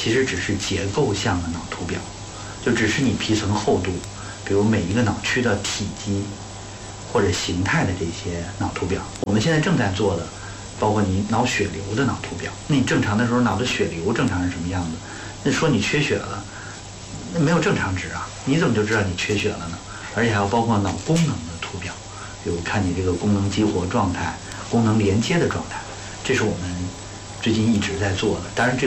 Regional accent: China

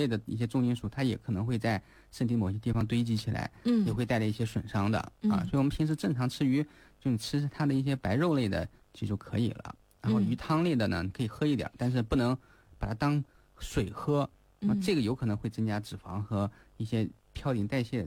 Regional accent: China

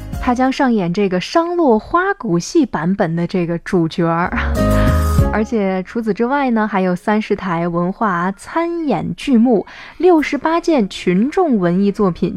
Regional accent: Shaanxi, China; 我们陕西人去到这种小众的打卡点

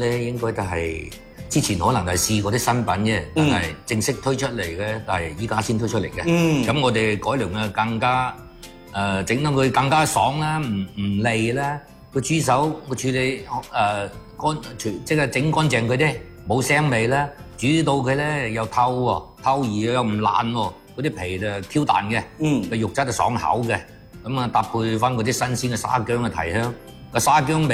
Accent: Guangdong, China; 我哋廣東人

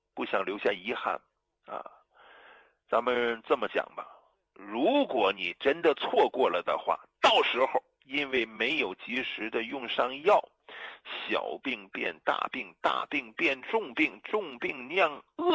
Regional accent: China; 作为中国人，我这心里边装的是国家呀，装的是人民呐

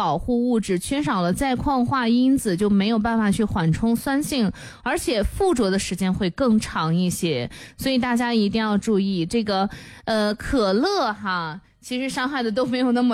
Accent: China; 我们中国人

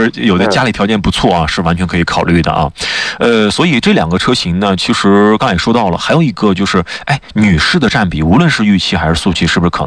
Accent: Xinjiang, China; 我们新疆人

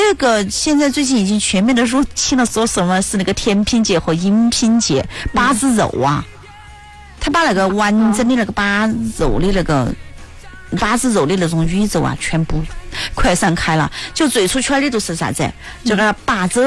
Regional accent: Chongqing, China; 我们重庆人

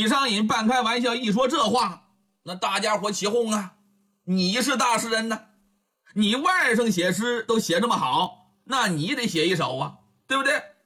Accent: China

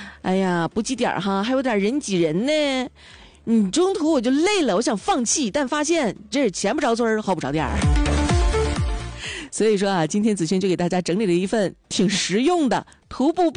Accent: Dalian, Liaoning, China

